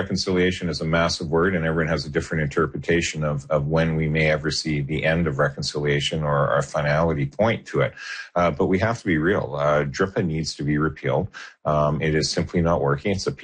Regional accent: Kamloops, British Columbia, Canada; I'm from Kamloops. 40% of our population doesn't have a family doctor.

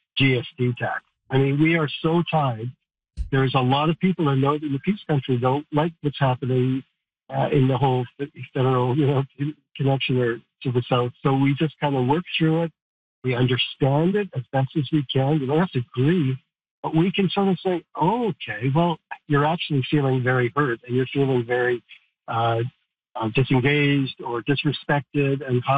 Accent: Toronto, Ontario, Canada; now in Chetwynd, Canada; I grew up around Toronto. I experienced diversity. I came to Chetwynd

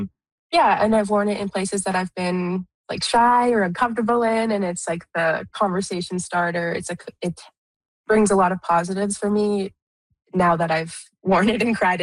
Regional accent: Regina, Saskatchewan, Canada; I'm from Regina

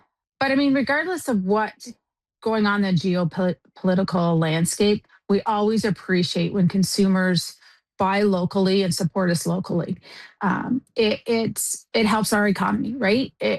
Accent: Ontario, Canada; ginseng is grown locally for me because I'm from Oxford County, and we do grow it in Oxford County and Brant and Norfolk.

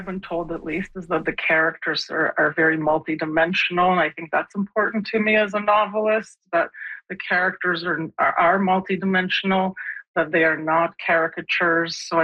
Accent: Poland; moved away; I grew up in Poland, and my father, my own father, was a merchant marine, so he was away from home for a long period of time.

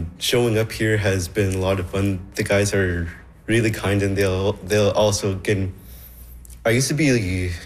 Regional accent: Cambridge Bay, Nunavut, Canada; I'm from Cambridge Bay.

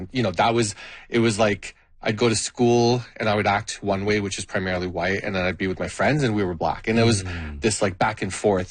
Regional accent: Scarborough, Ontario, Canada; Yeah, we moved from Scarborough in 93. So I was an 8-year-old boy, and Scarborough is just, when I was growing up in Scarborough, everyone looked like me.

